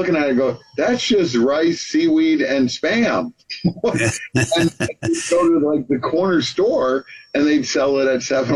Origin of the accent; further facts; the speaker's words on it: New York, United States; I grew up in New York